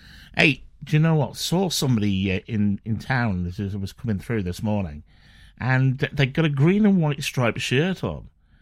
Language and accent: English; Sheffield, Yorkshire and the Humber, United Kingdom; my hometown of Sheffield